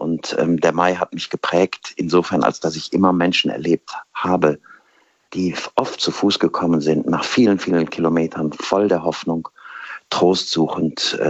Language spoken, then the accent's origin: German; Kevelaer, North Rhine-Westphalia, Germany; weil ich bin an der Hauptstraße groß geworden. Das ist so die Gangsstraße für alle Pilgergruppen nach Kevela.